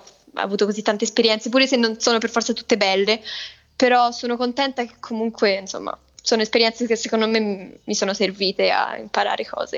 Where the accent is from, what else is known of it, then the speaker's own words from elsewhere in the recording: Lebanon; moved away as an adult; now in Italy; io ho vissuto tanto tempo in Libano, quindi mi ricordo, cioè tutta la mia adolescenza l'ho fatta in Libano.